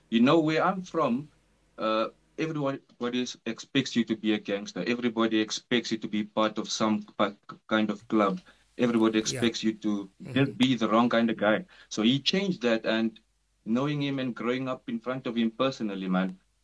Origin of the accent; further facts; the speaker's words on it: Johannesburg, Gauteng, South Africa; So that's the picture of El Dorado Park. That's where I grew up.